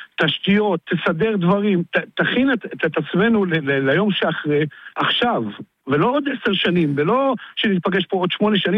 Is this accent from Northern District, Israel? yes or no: yes; Zar'it, Northern District, Israel